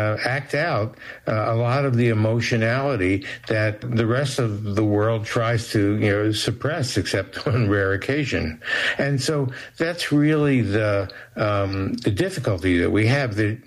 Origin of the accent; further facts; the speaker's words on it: Nebraska, United States; not that I, you know, I'm from Nebraska